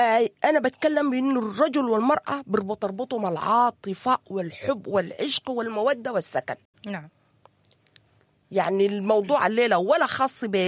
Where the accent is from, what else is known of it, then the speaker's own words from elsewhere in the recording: Sudan; نحن كمجتمع سوداني وكسودانيين